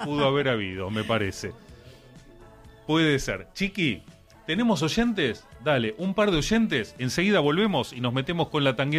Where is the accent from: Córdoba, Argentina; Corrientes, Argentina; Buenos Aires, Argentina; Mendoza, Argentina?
Buenos Aires, Argentina; Yo soy de Lugano, Capital Federal.